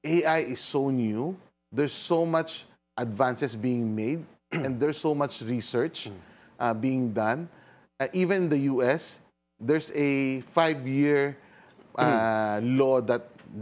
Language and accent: English; Philippines; as a Filipino digital natives